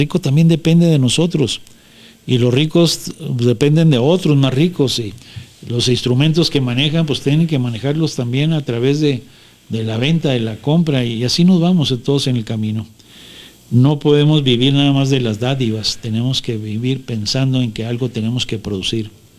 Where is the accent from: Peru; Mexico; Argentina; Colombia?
Mexico; No dejemos de declinar que somos mexicanos.